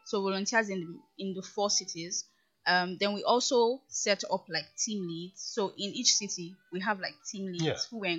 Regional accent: Igbo, Igboland, Nigeria; I'm Igbo now. Igbo. Yes, I'm from Igbo.

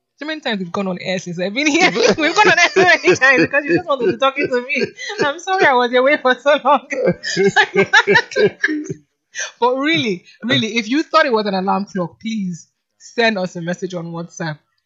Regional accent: Nigeria; English is a second language; English is not my first language. I'm a Nigerian

